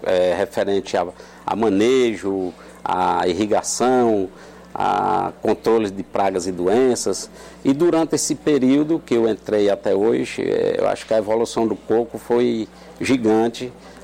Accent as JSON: {"language": "Portuguese", "town": "Crato", "region": "Ceará", "country": "Brazil", "tie": "born or raised there", "moved": "as an adult", "said": "sou natural do Crato. Em 1997, eu vim implantar um projeto de coco na fazenda de um tio meu, aqui na cidade de Trairi, a 120 quilômetros de Fortaleza."}